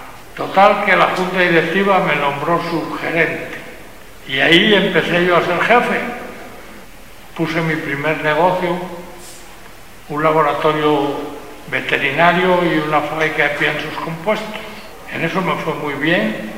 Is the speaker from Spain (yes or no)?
yes; Spain; moved away as an adult; los que somos naturales de España